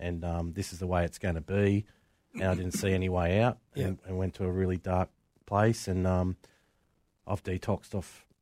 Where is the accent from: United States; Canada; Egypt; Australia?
Australia; Noraville, New South Wales; Yeah, I grew up at Noraville.